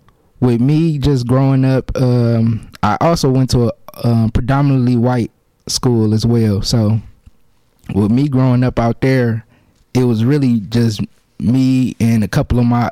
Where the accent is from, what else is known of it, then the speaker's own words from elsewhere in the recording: Milwaukee, Wisconsin, United States; I really say growing up in Milwaukee, it was just like, I say like any other kid in the urban Milwaukee area